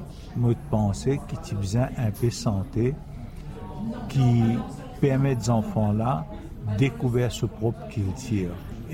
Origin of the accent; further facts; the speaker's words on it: Mauritius; first language Mauritian Creole; French is a second language; Maurice, dans le pays Maurice.